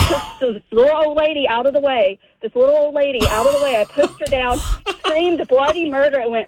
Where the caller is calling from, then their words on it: Bowdon, Georgia, United States; I'm from a small town. I'm from Bowdoin, Georgia